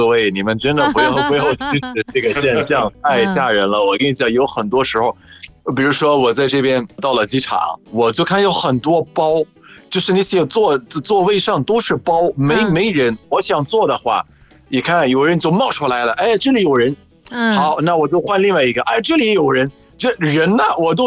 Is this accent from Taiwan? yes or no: no; Egypt; Chinese is a second language; 你说你看排队这个，我们埃及人有自己的规矩，什么规矩呢？我们不能让老少就是长时间排队。